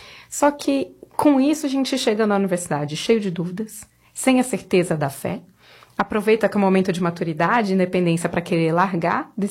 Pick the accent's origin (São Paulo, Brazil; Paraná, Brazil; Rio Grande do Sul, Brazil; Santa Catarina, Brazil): São Paulo, Brazil